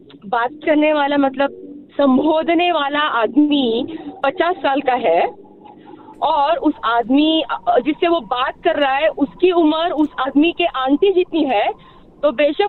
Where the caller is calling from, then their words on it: Maharashtra, India; मैं तो महाराष्ट्र से हूँ, मैं मराठी हूँ।